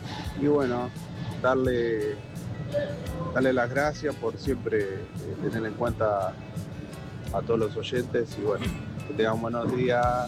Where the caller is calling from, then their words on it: San Martín, Buenos Aires Province, Argentina; de San Martín